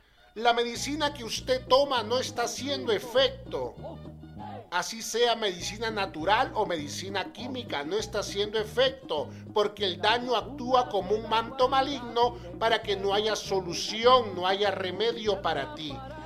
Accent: Huancabamba, Piura, Peru; soy brujo Piurano, directamente de las 14 lagunas de Huancabamba, de las Guaringas, traigo mis secretos

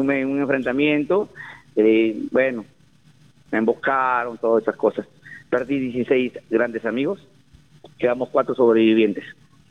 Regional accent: Olmos, Lambayeque, Peru; mi pueblo de Olmos.

